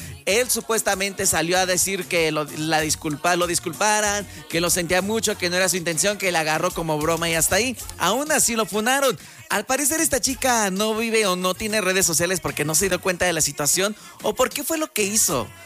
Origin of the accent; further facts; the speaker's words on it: Mexico; muchos están diciendo que no nos representa como mexicanos. ¡Claro que por supuesto que no! No nos representa como mexicanos esta chica.